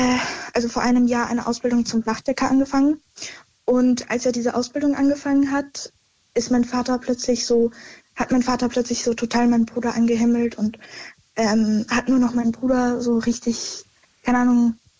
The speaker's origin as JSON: {"language": "German", "country": "Germany", "tie": "born or raised there", "also_born_or_lived": "Vienna, Austria", "said": "weil ich wurde in Wien geboren und meine Eltern haben sich geschieden und dann sind wir nach Deutschland gezogen."}